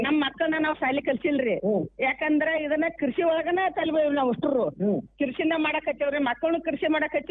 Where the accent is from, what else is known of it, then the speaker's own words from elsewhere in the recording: Ramdurg, Karnataka, India; ರಾಮದರ್ ತಾಲೂಕು ರೀ, ಬೆಳಗಾವಿ ಜಿಲ್ಲಾ ರಾಮದರ್ ತಾಲೂಕು ರೀ. ಮುದಕವಿ